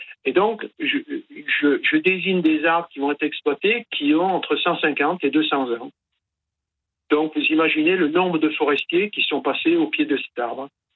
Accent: Le Puy-en-Velay, Auvergne-Rhône-Alpes, France; Moi, je suis du Puy-en-Velay, en Haute-Loire

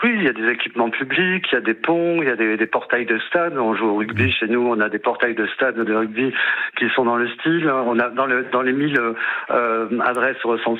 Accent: Toulouse, Occitanie, France; Je suis toulousain donc je parle sans crainte.

